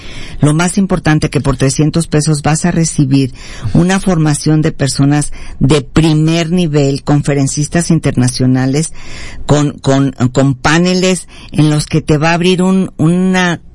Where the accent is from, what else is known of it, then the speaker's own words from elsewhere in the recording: Mexico; Porque como yo soy católica, pero como ciudadana mexicana, sí, no nada más como católica, ¿cuál es mi desafío para sumar a esto?